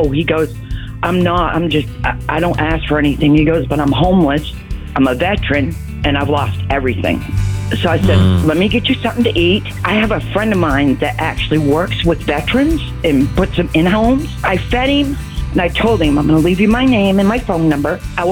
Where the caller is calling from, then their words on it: Panama City, Florida, United States; Panama City, Florida.